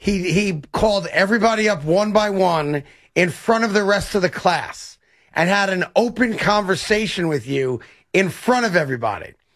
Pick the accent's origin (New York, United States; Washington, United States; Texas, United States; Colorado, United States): New York, United States; Bronx; That's not exactly where I grew up in the Bronx. I was in a tougher neighborhood referred to as Riverdale.